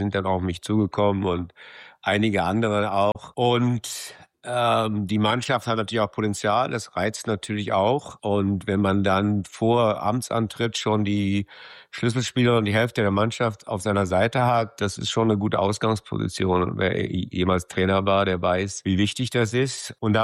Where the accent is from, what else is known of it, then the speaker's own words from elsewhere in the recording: Berlin, Germany; Es war Lichtenrade. Zuerst bin ich aufgewachsen in Lichtenrade, habe da sehr, sehr früh angefangen, die erste Damenmannschaft zu trainieren.